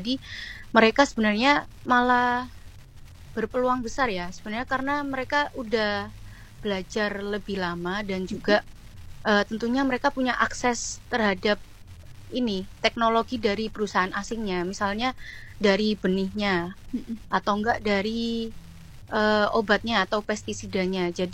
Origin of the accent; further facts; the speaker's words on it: Lamongan, East Java, Indonesia; di daerahku sendiri ya, Kecamatan Sugio